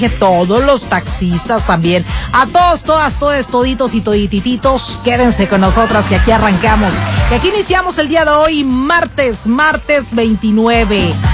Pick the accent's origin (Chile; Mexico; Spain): Mexico; Culiacán, Sinaloa; Somos culichis, somos sinaloenses.